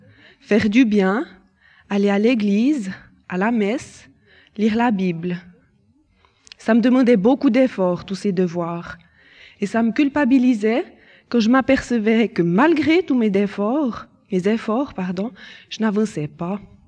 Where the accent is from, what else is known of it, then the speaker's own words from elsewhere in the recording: Lausanne, Vaud, Switzerland; born there; Je suis née à Lausanne et j'ai été baptisée dans la foi catholique.